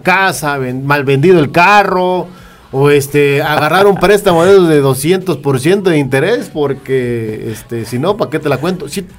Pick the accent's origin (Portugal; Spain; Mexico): Mexico